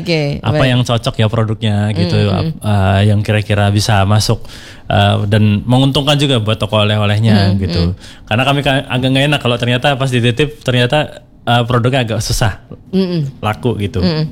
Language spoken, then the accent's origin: Indonesian; Java, Indonesia; now in Bangka, Indonesia; Dan ini jadi keresahan karena saya juga perantau sebenarnya dari Jawa.